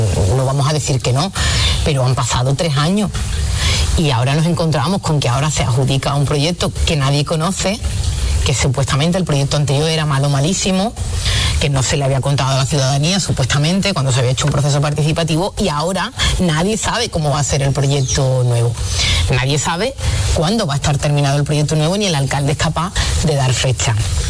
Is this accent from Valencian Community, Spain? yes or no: no; Arcos de la Frontera, Andalusia, Spain